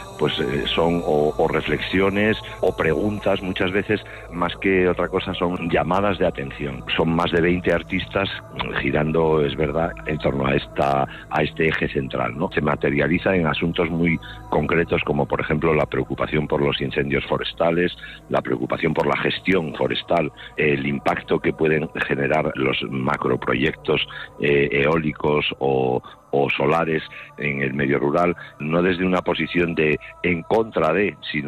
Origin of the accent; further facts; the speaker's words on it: San Román, Asturias, Spain; los de San Román no somos público de Nexo 2.